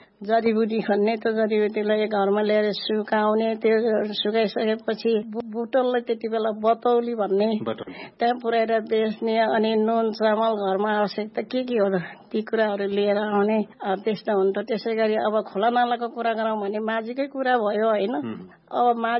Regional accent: Baglung, Gandaki Province, Nepal; born there; also born or lived in Kateri, Tamankhola Rural Municipality; मेरो जन्मथलोको हेर्दाखेरि चाहिँ सामुदायिक वन भनेर चाहिँ एउटा वनलाई चाहिँ त्यो घोषणा गरेको छ, बागलुङको तमनखोला गाउँपालिका वडा नम्बर ५ खुङखानीमा।

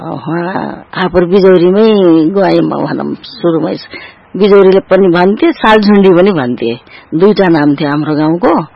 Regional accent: Ghordaura, Bagmati, Nepal; also born or lived in Bharatpur; मेरो जन्म 2017 साल असोज दशैंको अष्टमीको दिन भरतपुर भन्नाले घोरदौरा हो मेरो जन्म भएको। घोरदौरामा म जन्मिए। मेरो बाल्यकाल कहिले घोरदौरा कहिले भरतपुर गर्दै बित्यो।

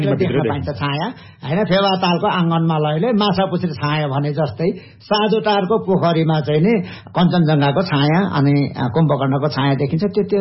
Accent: Koshi Province, Nepal; छुट्टै राज्य हुँदाखेरि भारत सिक्किम र नेपालको सिमाना जोडिएको ठाउँलाई चाहिँ तीन सिमाना भन्छ, त्यो मेरो गाउँमा पर्दछ।

